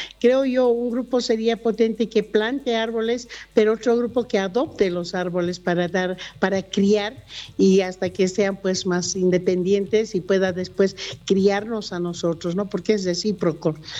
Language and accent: Spanish; Llallagua, Potosí, Bolivia; Yo soy de Llallagua, así que a mí me da mucha pena tener que ver así mi Llallagua.